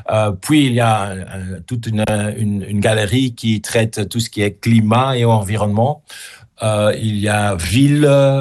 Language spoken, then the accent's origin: French; Belgium; Je suis belge. Alors ici en Belgique, le surréalisme, c'est quelque chose qui est dans notre ADN.